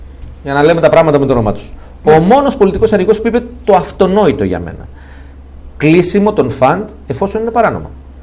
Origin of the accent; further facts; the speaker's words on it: Greece; Εγώ δεν μπορώ να καταλάβω για ποιο λόγο εγώ που είμαι Έλληνας